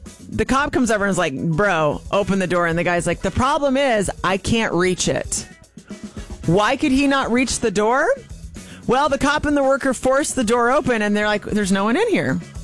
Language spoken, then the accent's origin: English; Kansas City, Missouri, United States; Okay, so something crazy happened in my hometown of Kansas City.